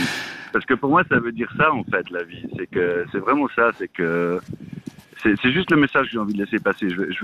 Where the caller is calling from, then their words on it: Valais, Switzerland; Je te dis-tu parce que je suis en Valais, et puis en Valais, il y a tout le monde qui se dit tu